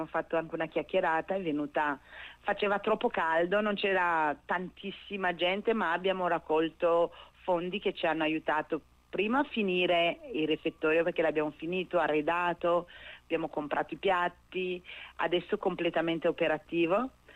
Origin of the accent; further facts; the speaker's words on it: Brescia, Lombardy, Italy; also born or lived in Burundi; io sono di Brescia, sono di origine burundese ma vivo a Brescia da sempre, da quando ero giovane